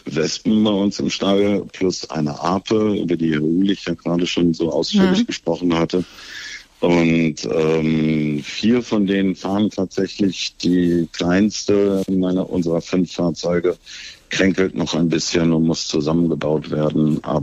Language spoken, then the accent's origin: German; North Rhine-Westphalia, Germany; Als Jugendlicher hat man bei uns im Ruhrgebiet nicht viele Möglichkeiten, außer mit dem Fahrrad oder den Öffentlichen zu fahren.